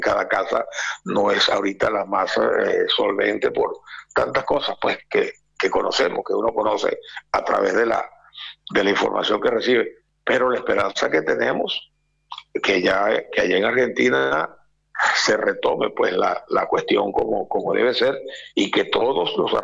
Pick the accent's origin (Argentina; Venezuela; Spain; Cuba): Venezuela; no lo digo como venezolano, no soy nacionalista ni regionalista en el mal sentido